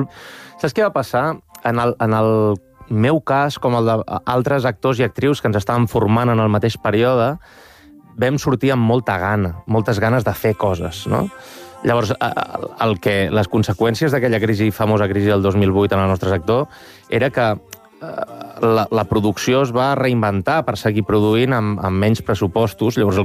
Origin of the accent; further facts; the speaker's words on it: Manresa, Catalonia, Spain; He treballat molt a Manresa, en el món de l'hostaleria, que jo sóc de Manresa.